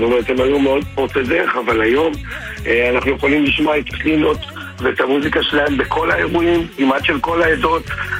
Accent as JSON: {"language": "Hebrew", "town": "Sderot", "region": "Southern District", "country": "Israel", "tie": "born or raised there", "said": "אני גדלתי בסדרות"}